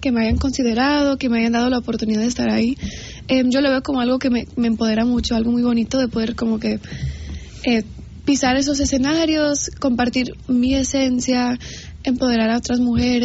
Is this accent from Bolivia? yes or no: no; Los Angeles, California, United States; empiezo en Los Ángeles, que es donde yo nací, es donde yo crecí.